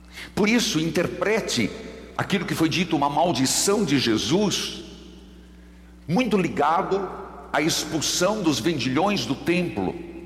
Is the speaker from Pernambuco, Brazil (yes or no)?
no; Paraíso do Norte, Paraná, Brazil; moved away; estive na minha cidade natal, Paraíso do Norte.